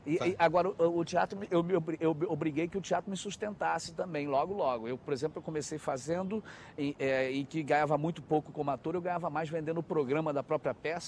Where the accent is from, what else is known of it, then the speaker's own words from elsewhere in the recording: Brazil; a gente sendo brasileiro